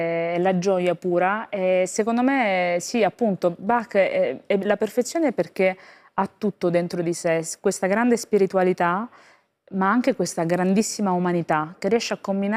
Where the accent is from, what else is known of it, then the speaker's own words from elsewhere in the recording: Lecce, Apulia, Italy; now in Rome, Italy; sono leccese, sono proprio pugliese al 100%.